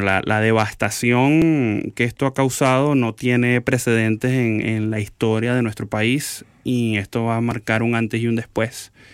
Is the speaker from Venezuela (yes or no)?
yes; Venezuela; moved away; es donde está el aeropuerto más importante de Venezuela, el aeropuerto por el cual yo salí de Venezuela.